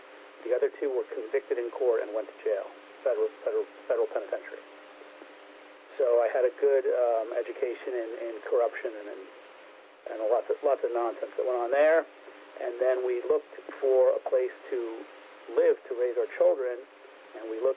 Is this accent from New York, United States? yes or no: yes; Long Island, New York, United States; moved away as an adult; now in Malvern, Pennsylvania, United States; Personally, I grew up on Long Island. I was born on Long Island and grew up there. And looking back, it was great to be able to walk to school, and it was a tight neighborhood.